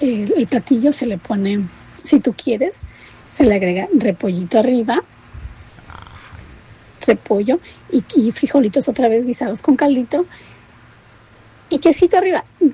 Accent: Michoacán, Mexico; Buenos días, mira. Yo soy de Michoacán.

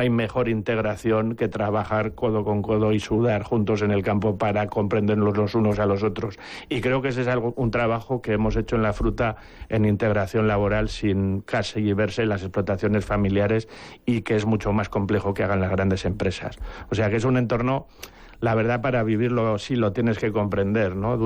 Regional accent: Almudévar, Aragon, Spain; en mi pueblo, que es Almudafar, que es el más pequeño

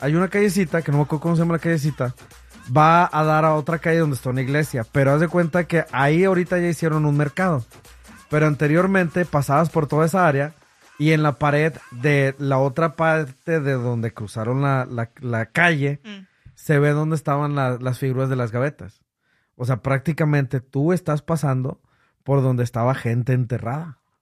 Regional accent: León, Guanajuato, Mexico; Allá en mi tierra, en mi barrio, que es en León, Guanajuato, en mi barrio de San Nicolás.

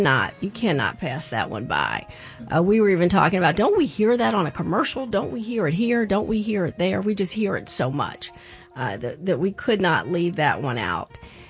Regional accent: Tampa, Florida, United States; I am from Tampa.

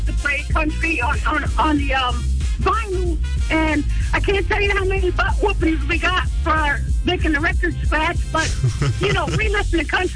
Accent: New York City, New York, United States; Don't think New York is all hip-hoppers because, you know, and I'm from the city. I'm from Brooklyn.

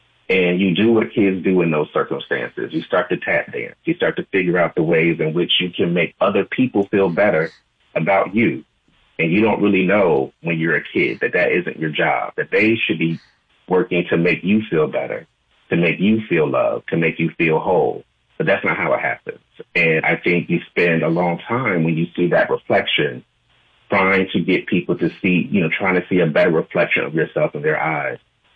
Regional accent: Newark, New Jersey, United States; We grew up in Newark, New Jersey, and he was beloved, and he was a guy's guy.

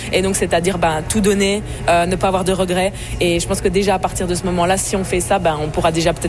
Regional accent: Montreal, Quebec, Canada; now in Toronto, Canada; Je pense que le fait que ce soit à Toronto puis d'être une Montréalaise et venir ici, tu sais, j'ai toute

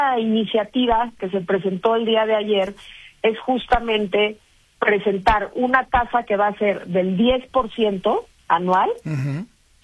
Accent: Mexico; como mexicanas y mexicanos ubicamos luego

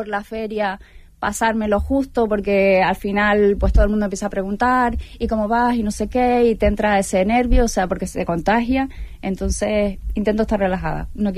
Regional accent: Fuencaliente, Canary Islands, Spain; yo soy de Fuencaliente, me quedo allá

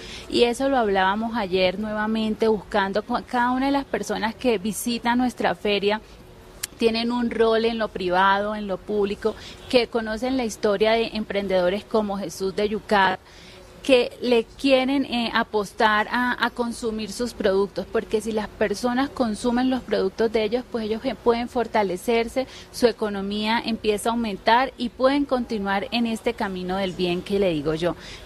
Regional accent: Ocaña, Norte de Santander, Colombia; les quiero contar de mi tierra, de Ocaña. Soy de Ocaña, Norte de Santander, orgullosa de esa tierra.

